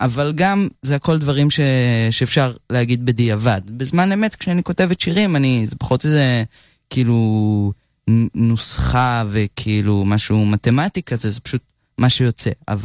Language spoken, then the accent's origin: Hebrew; Hadera, Haifa District, Israel; אני גדלתי בחדרה, נולדתי ב-2002, אני בת 24